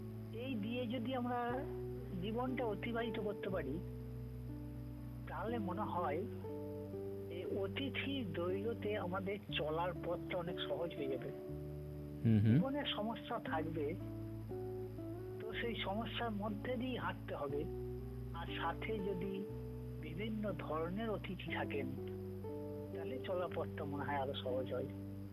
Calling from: Purba Bardhaman, West Bengal, India; আমি পশ্চিমবঙ্গ রাজ্যের পূর্ব বর্ধমান থেকে

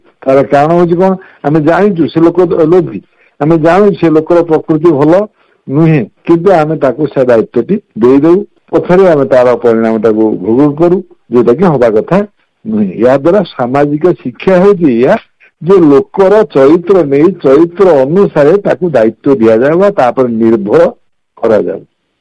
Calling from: Cuttack, Odisha, India; କଟକରୁ କହୁଛି। ଏଇଟା ଆମ ଓଡ଼ିଶାର ଗୋଟେ ଓଡ଼ିଆ ଭାଷାର ଗୋଟେ ପ୍ରବାଦ।

